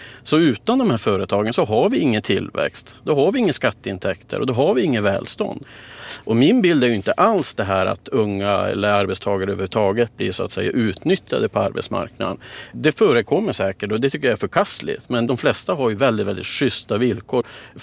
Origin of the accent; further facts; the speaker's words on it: Kiruna, Norrbotten County, Sweden; Jag är ju född och uppvuxen i Kiruna.